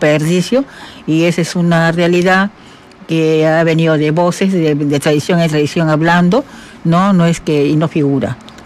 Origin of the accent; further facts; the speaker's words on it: Peru; todas las sangres tengo acá. Entonces yo me siento peruana, pero orgullosa de, claro, ser negra.